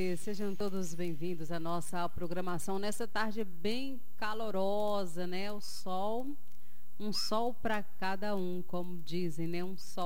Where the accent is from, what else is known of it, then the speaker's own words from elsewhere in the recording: Minas Gerais, Brazil; para nós que somos daqui, né, do norte de Minas.